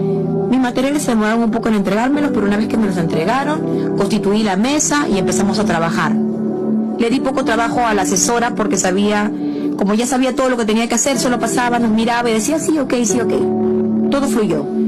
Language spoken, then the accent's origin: Spanish; Chile; now in Peru; nunca en mi vida he votado, jamás, porque como chilena no estoy obligada a votar